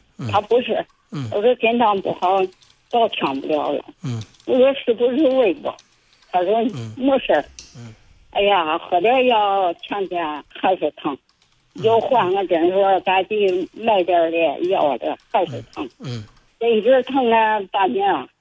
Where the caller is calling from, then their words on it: Shijiazhuang, Hebei, China; 我是石家庄的。